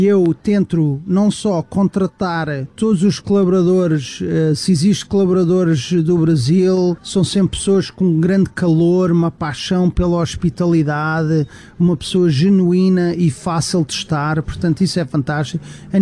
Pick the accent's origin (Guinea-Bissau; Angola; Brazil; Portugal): Portugal; now in West Palm Beach, United States; Eu, como português, vou ser um grande fã de ter a minha seleção aqui em West Palm Beach